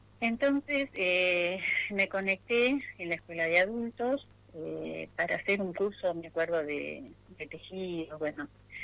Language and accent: Spanish; Buenos Aires, Argentina; moved away as an adult; now in El Calafate, Argentina; Nací en el barrio de Flores y bueno, viví toda la vida en la misma casa, una casa de inmigrantes italianos, y crecí en ese... con un entorno así muy muy tano, ¿no?